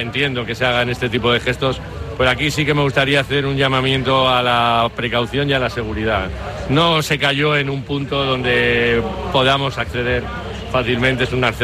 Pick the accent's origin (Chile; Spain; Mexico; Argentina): Spain; Jerez de la Frontera, Andalusia; Y como yo también soy de Jerez, porque él sabe que tengo uno de mis íntimos amigos viviendo allí, pues tuve la oportunidad de invitarle.